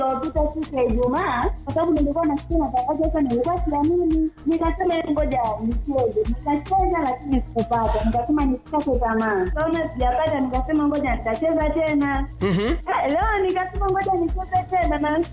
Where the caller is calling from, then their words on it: Tanzania; Natokea Kiesa.